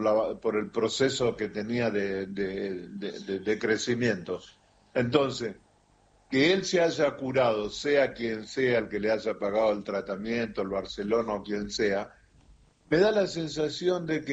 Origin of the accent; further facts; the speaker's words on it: Argentina; porque somos argentinos